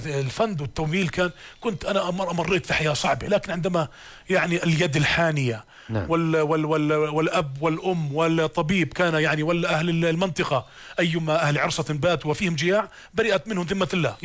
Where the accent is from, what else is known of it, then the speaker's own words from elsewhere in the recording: Jordan; عندنا في الأردن